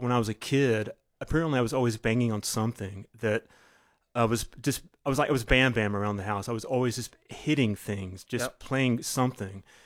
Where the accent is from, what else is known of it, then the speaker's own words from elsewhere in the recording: Fort Worth, Texas, United States; Teresa grew up in Austin. I grew up in Fort Worth.